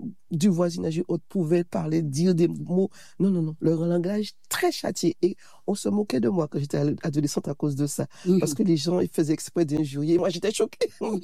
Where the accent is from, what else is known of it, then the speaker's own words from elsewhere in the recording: Fort-de-France, Martinique; je suis né à Fort-de-France, en Martinique. Je suis de parents martiniquais. J'ai grandi à Fort-de-France.